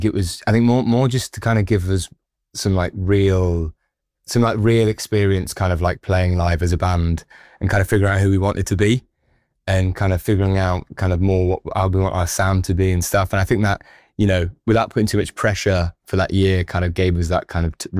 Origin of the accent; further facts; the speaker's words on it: Nottingham, East Midlands, United Kingdom; moved away as an adult; Well, I'm originally from Nottingham. I kind of grew up in Notts and like playing venues in Notts, but I've lived away for a little bit now.